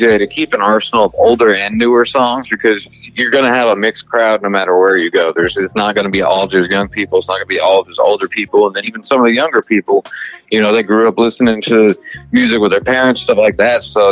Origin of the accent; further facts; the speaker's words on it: Lodi, California, United States; I grew up in Lodi, California